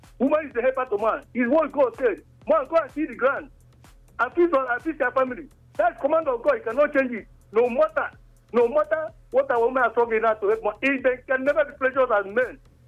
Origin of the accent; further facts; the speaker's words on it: Anambra, Nigeria; For sometimes you hear me calling from my hometown, it's up in Anambra State.